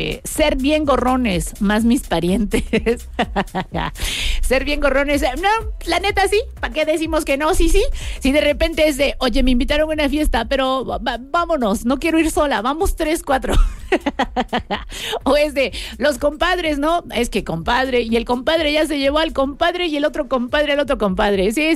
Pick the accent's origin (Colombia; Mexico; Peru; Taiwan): Mexico; todos somos mexicanos y mexicanas.